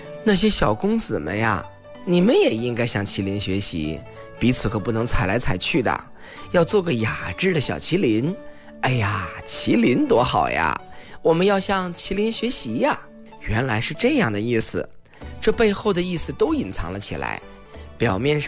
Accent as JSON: {"language": "Chinese", "country": "China"}